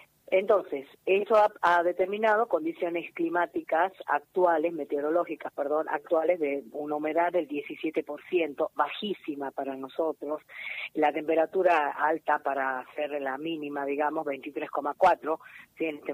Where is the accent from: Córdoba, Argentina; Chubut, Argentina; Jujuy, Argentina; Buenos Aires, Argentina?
Jujuy, Argentina